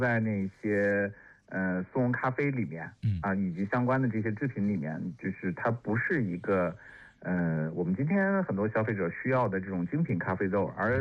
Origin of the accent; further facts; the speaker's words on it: China; 我们中国人